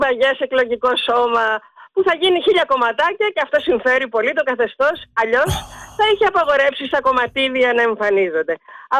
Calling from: Central Greece, Greece; από Εύβοια

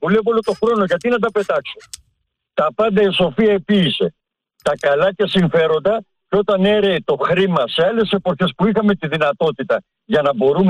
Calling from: Greece

